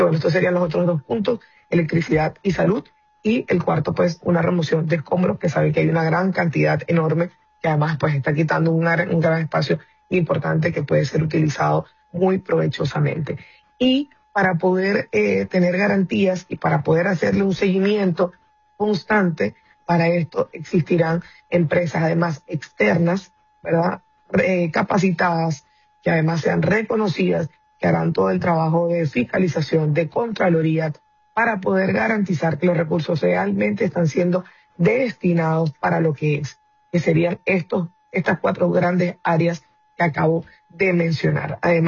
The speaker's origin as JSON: {"language": "Spanish", "region": "Zulia", "country": "Venezuela"}